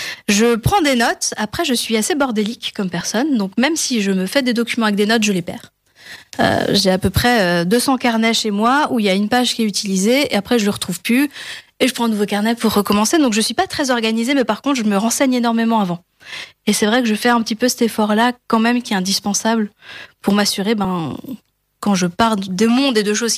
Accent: Grand Est, France; Je suis originaire de la région d'Alsace

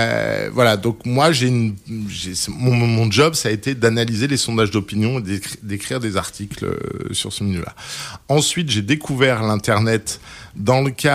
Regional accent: La Rochelle, Nouvelle-Aquitaine, France; je suis originaire de La Rochelle. Moi, le premier film que je l'ai vu au cinéma L'Olympia.

